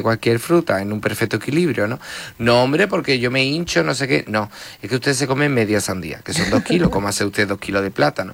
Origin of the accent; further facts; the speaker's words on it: Andalusia, Spain; o sea, nuestro líquido es el agua y además somos andaluces, nuestra dieta es maravillosa.